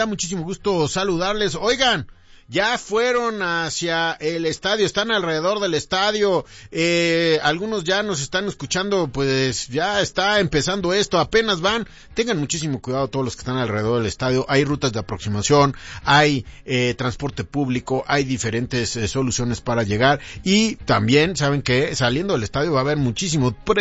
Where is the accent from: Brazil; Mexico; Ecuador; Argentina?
Mexico; todos somos mexicanos.